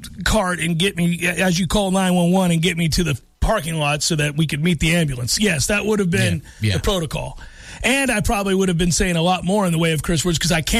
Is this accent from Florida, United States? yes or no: yes; St. Petersburg, Florida, United States; My brother and I were at the end of our street where we grew up in St. Pete, was right on the water.